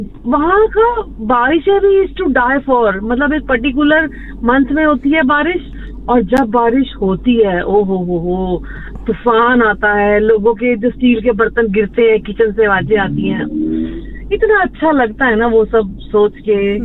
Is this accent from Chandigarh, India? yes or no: yes; Chandigarh, India; अच्छा मैं चंडीगढ़ से हूँ वहाँ पे एक एरिया है 3B2